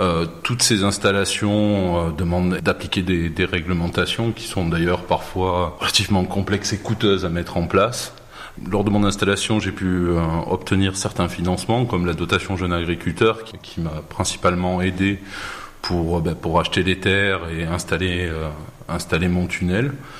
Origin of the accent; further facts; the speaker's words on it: Occitanie, France; moved away as an adult; now in Corbières, France; je suis originaire d'Occitanie, donc pour moi c'était primordial de revenir justement sur mes terres. Avant de m'installer comme berger, je me suis expatrié pendant 10 ans à l'étranger. Donc c'était vraiment un retour aux sources.